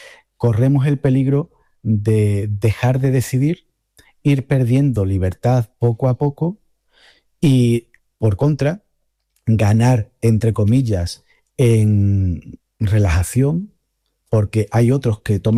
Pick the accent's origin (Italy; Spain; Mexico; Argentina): Spain; Lepe, Andalusia; Mi padre tiene una imprenta en mi pueblo, en Lepe, y yo desde chico pues trasteaba con los ordenadores Apple que él iba soltando